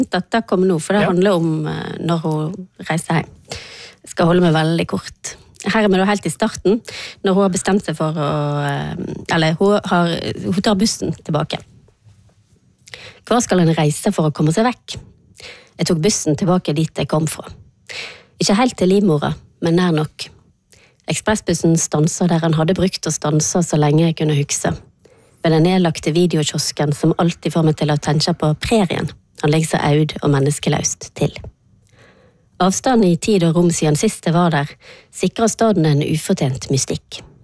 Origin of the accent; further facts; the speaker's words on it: Vestland, Norway; born there; moved away; akkurat sånn som det var der jeg vokste opp, når jeg vokste opp der, det finnes jo ikke lenger.